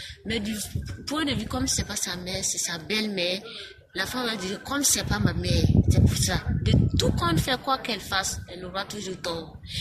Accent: Burkina Faso; Chez nous, au Burkina Faso

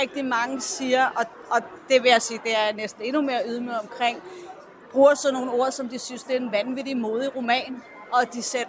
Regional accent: Copenhagen, Capital Region of Denmark, Denmark; Det er jeg. Er fra Vesterbro.

